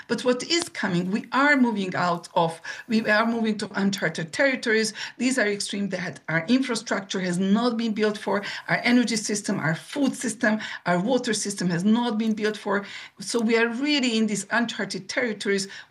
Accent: Hungary; I'm from Hungary

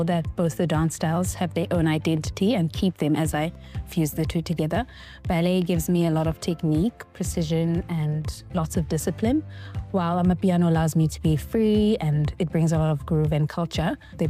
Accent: South Africa; but I think when I dance as a South African artist, I bring my identity to the art form

